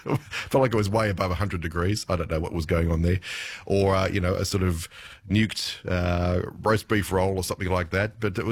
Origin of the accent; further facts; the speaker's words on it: Canberra, Australian Capital Territory, Australia; Well, when I grew up, I was way on the outer because we had a Volvo, and you know, growing up in Canberra, that was the source of much derision from everybody, pretty much.